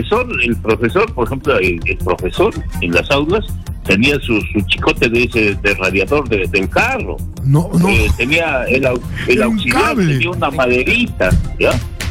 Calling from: Tacna, Peru; de Tacna.

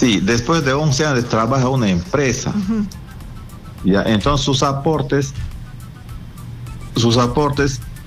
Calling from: Loreto, Peru; le hablo desde Loreto.

